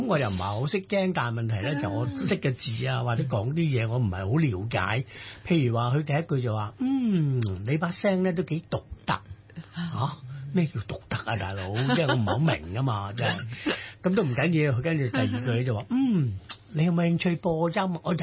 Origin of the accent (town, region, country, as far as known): Hong Kong; born or raised there